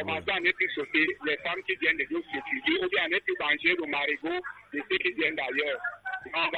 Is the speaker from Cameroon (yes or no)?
yes; Yaoundé, Centre, Cameroon; born there; Moi, je suis né ici à Yaoundé. Je suis de Barabalou.